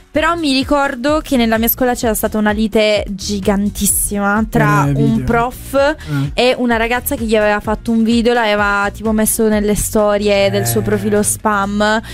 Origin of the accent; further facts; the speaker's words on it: Apulia, Italy; born there; Io invece mi ricordo che nella mia scuola in Puglia abbiamo sempre fatto fino al sabato.